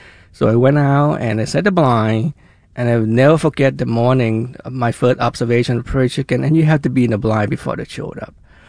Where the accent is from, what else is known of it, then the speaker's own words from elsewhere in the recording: Thailand; Oh, yeah, that's an interesting story. You know, when I was a kid, I loved going out fishing.